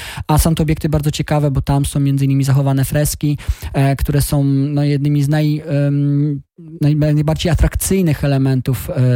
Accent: Dobromierz, Lower Silesian Voivodeship, Poland; Najbliższa wycieczka jest planowana do Dobromierza, czyli do mojej rodzinnej miejscowości

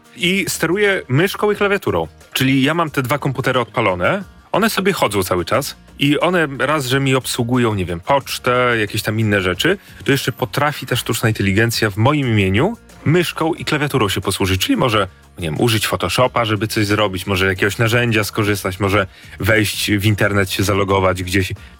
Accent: Białystok, Podlaskie Voivodeship, Poland; also born or lived in Greece; No bo tu się wychowałem. To znaczy w Grecji się urodziłem, ale w wieku 6 lat na stałe tutaj przylecieliśmy.

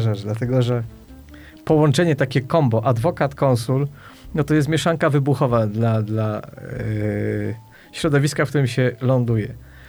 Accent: Kraków, Lesser Poland, Poland; moved away as an adult; also born or lived in Wieliczka; now in United States; Nagle jestem z Krakowa, nie jestem z rodziny adwokackiej, więc skończyłem studia prawnicze, potem aplikacje i gdzieś tam grzebałem sobie sprawę trochę w Krakowie, trochę w Wieliczce. Ja byłem w Wieliczce adwokatem.

